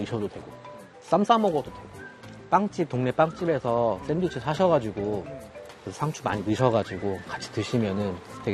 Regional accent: Iksan, North Jeolla, South Korea; now in Geumsan, South Korea; 저는 이제 고향은 익산인데 충남이 이 스마트팜 관련해서 보조라든지 지원이 굉장히 많았어요.

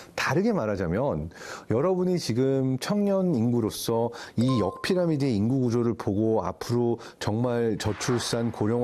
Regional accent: South Korea

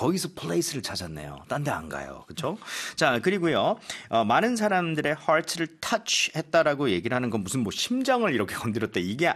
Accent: Goseong, South Gyeongsang, South Korea; 어머, 저희 고향입니다. 경남 고성.

